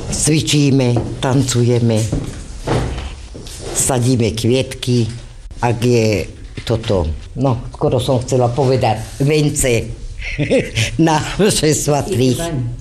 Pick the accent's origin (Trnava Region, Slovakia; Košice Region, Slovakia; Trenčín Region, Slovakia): Košice Region, Slovakia; Ochtiná; also born or lived in Rudná; Pochádzam ako dvoročná. Sme sa z Redove prisťahovali tu do Ochtinej.